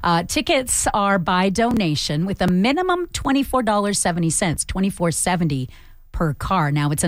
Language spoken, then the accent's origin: English; Williams Lake, British Columbia, Canada; moved away; I remember seeing Grease at the Starlight Drive-In in my hometown, Williams Lake.